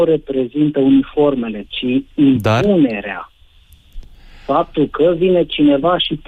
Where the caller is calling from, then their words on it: Timiș County, Romania; eu sunt din Veta, din județul Timiș.